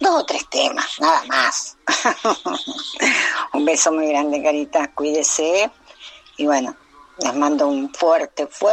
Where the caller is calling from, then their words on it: Andino, Santa Fe, Argentina; acá, desde Andino.